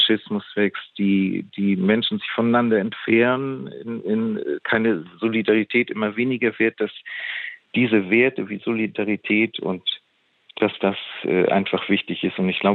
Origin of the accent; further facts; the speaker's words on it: Hamburg, Germany; moved away as an adult; now in Lisbon, Portugal; ich komme aus Hamburg, aus einer Familie, wo die Wände alles eigentlich Bücherwände waren, weil Bücher für uns in der Familie immer sehr wichtig gewesen sind und wir hatten sehr viele internationale Kontakte, auch zu Hause immer.